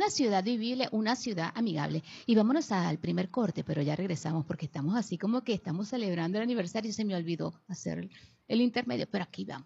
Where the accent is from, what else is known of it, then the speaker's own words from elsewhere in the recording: Barquisimeto, Lara, Venezuela; born there; also born or lived in Caracas; Todos somos de distintos sitios del país. Yo soy caraqueña, pero orgullosa de estar aquí desde los 5 años.